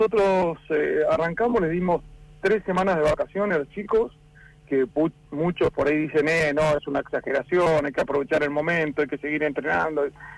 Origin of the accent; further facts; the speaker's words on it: Comodoro Rivadavia, Chubut, Argentina; nosotros somos patagónicos y somos comodorenses, por sobre todas las cosas